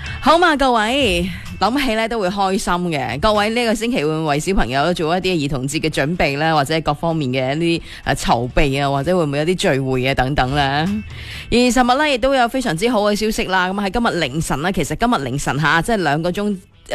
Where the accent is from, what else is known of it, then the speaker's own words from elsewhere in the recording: Foshan, Guangdong, China; 咁亦都系有嚟自我哋顺德乐松嘅老乡，亦都系我哋佛山人啦。